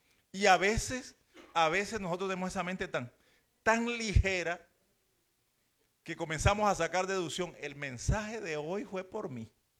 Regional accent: Bolívar, Colombia; en la región donde yo soy, sur de Bolívar

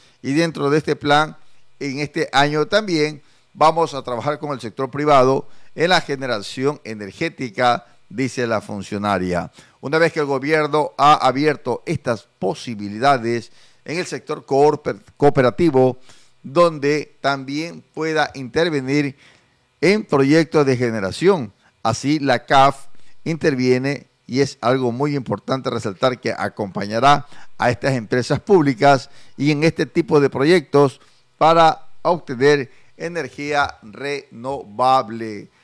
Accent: Ecuador

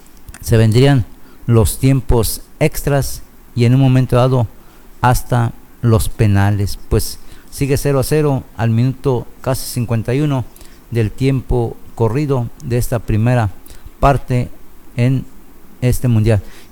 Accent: Mexico

